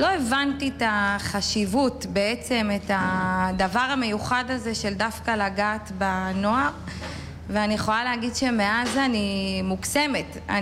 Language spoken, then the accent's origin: Hebrew; Sha'al, Northern District, Israel; אני ממושב שעל בצפון רמת הגולן, בת של חקלאי גם, וחקלאית בעצמי, משק חקלאי.